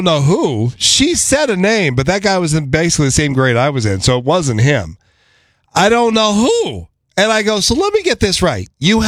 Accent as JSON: {"language": "English", "town": "Medford", "region": "Oregon", "country": "United States", "tie": "born or raised there", "moved": "yes", "said": "I went back to my hometown of Medford, Oregon."}